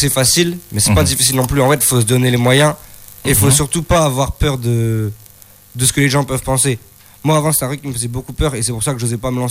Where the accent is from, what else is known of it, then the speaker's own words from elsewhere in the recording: Neuville-en-Ferrain, Hauts-de-France, France; du coup, j'ai 18 ans. Je viens de Neuville-en-Ferrin, du coup dans le nord d'ici.